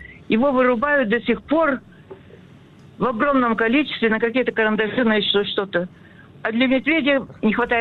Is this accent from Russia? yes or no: yes; Krasnoyarsk Krai, Russia; now in Anapa, Russia; Я из Анапы. Да. Но я родом из Красноярского края.